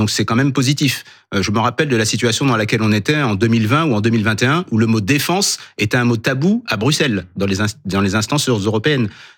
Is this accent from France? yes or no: yes; France